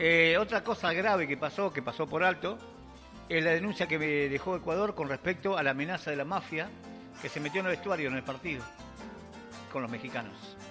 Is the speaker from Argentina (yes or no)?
yes; Argentina; No, usted será paraguayo, yo no, yo soy bien argentino.